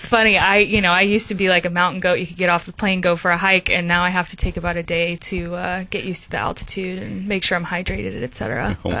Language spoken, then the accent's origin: English; San Antonio, Texas, United States; moved away as an adult; now in New Smyrna Beach, United States; I am from San Antonio, Texas originally, and I made my way to Florida in 2013 to take on my undergrad career at Rollins College.